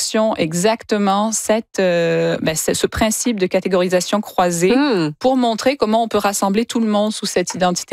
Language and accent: French; Quebec, Canada; je suis québécoise.